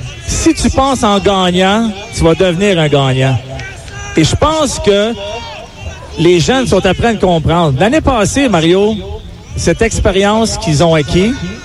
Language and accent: French; Montreal, Quebec, Canada; pour un petit gars de Ville-Saint-Michel qui a grandi ici